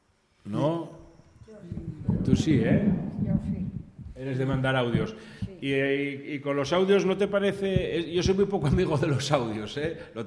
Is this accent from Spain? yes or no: yes; Vigo, Galicia, Spain; Mi madre, por ejemplo, cuando vinimos de Vigo para acá, cuando llamaba, por ejemplo, a Maribel, que es una amiga de Vigo, podían estar hora y media hablando por teléfono.